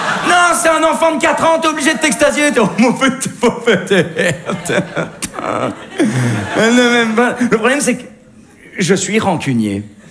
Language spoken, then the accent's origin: French; Belgium